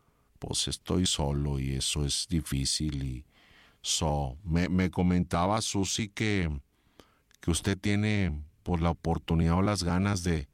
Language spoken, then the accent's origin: Spanish; San Luis Potosí, Mexico; now in Wichita, United States; Ya desde hace más de 35 años, ¿verdad? Que vine acá para el jale, yo soy San Luis Potosí.